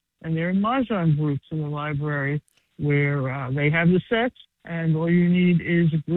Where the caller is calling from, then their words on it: Queens, New York, United States; Okay, well, I'm calling from Queens